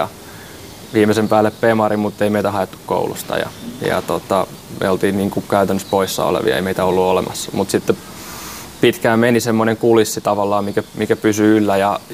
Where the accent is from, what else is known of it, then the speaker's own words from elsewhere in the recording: Tampere, Pirkanmaa, Finland; born there; Synnyttiin tosiaan Tampereella